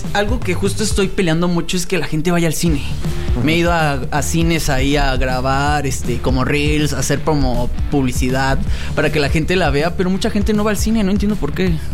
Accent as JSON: {"language": "Spanish", "town": "Los Cabos", "region": "Baja California Sur", "country": "Mexico", "said": "Es que yo soy de allá de Los Cabos."}